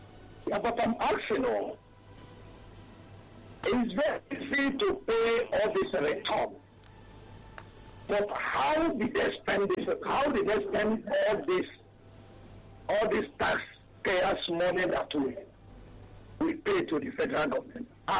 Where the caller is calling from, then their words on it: Ojo, Lagos, Nigeria; I'm calling from Ojo.